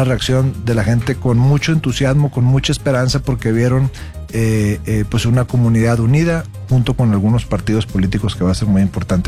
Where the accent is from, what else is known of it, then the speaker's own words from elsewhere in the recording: Nuevo León, Mexico; born there; En Nuevo León tenemos la experiencia de que hay mucha gente que nacimos en Nuevo León